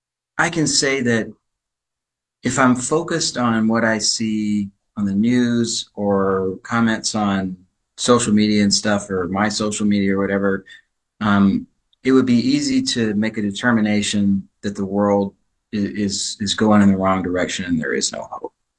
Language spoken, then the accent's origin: English; Louisiana, United States; And I was originated from Louisiana. And we spoke two different languages.